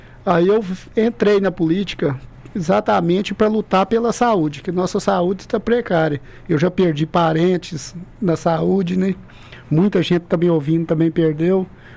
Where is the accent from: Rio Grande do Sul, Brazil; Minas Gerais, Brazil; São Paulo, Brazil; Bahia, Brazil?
Minas Gerais, Brazil; Pompeu; also born or lived in Belo Horizonte / Sete Lagoas; Sou sim, sou de Pompeu, nascido e criado aqui. É, tive um tempo morando em BH, depois em Setagoas, mas voltei para cá. Raiz.